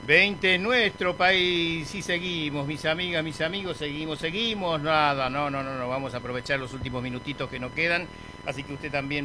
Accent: Presidencia de la Plaza, Chaco, Argentina; moved away; Presidencia de la Plaza, mi pueblo

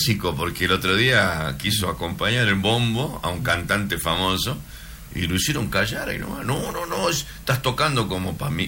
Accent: Campo Santo, Salta, Argentina; born there; moved away; están nombrando mi pueblo y me acuerdo de los lugares.

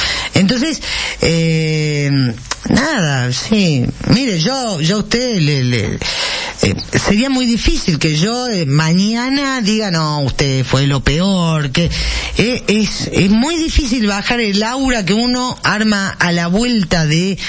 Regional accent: Argentina

